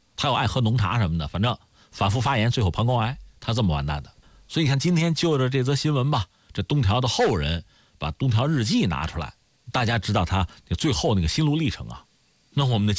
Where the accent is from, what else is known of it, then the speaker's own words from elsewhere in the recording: China; 从我们中国人这个视角讲